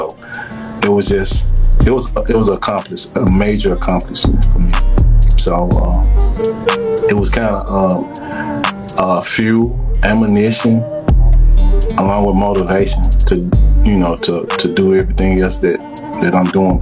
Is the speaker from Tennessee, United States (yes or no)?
yes; Memphis, Tennessee, United States; North. I'm from Memphis.